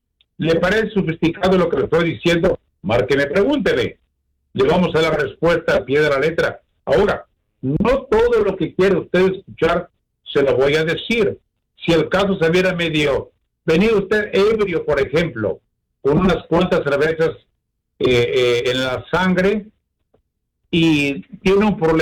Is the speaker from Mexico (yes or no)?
yes; Mexico; now in United States; poner el alto, muy en alto, nuestro país, México querido.